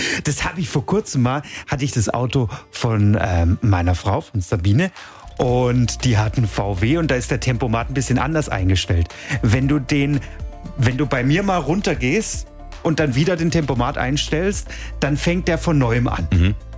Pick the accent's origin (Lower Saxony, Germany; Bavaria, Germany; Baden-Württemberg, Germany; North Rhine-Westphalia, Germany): Baden-Württemberg, Germany; Bad Herrenalb; ich fahre ja öfter in meine Heimat, in den Nordschwarzwald, nach Bad Herrenalb